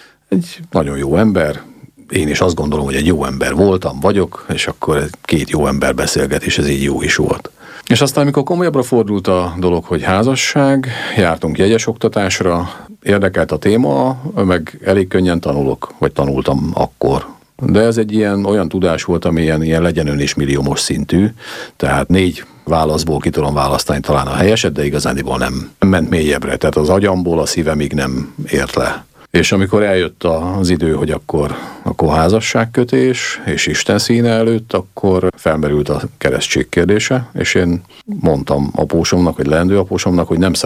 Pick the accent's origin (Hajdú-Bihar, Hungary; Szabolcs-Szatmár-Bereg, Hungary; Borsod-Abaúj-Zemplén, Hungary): Hajdú-Bihar, Hungary; Hajdúvid; moved away as an adult; also born or lived in Budapest; tehát én egy hajdubihari kisfaluban éltem, mellette lévő városban, Hajdúböszörményben születtem, és egy olyan falu, amiről beszélünk, Hajdúvid, ahol nem volt és a mai napig nincs is templom, ez egy szocialista falu